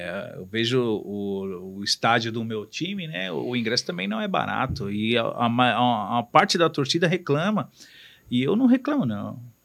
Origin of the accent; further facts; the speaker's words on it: São Paulo, Brazil; moved away as an adult; now in Fortaleza, Brazil; eu nasci em São Paulo, né? São Paulo, na Moca, mas eu cresci em um bairro chamado Sapopemba, Zona Leste.